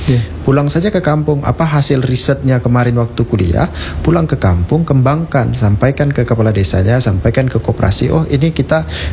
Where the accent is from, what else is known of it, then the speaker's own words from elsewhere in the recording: West Kalimantan, Indonesia; Di kampung saya di pedalaman Kabupaten Melawi sana, saya berpikir karena air kita jernih, bagus